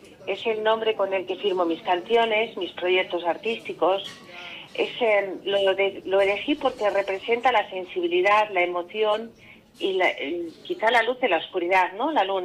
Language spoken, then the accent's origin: Spanish; Vitoria-Gasteiz, Basque Country, Spain; Vitoria respira y late a un solo corazón. Por eso está muy muy centrado en las fiestas y bueno, en todo lo que yo entiendo por mi tierra y por lo que yo siento